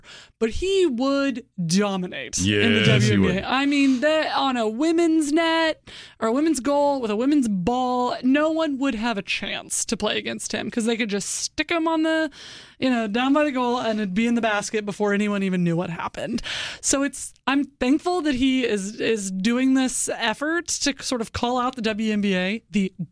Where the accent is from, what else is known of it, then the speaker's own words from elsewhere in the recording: Oklahoma City, Oklahoma, United States; I know him as Innis Kanter from his days playing with the Oklahoma City Thunder in my hometown.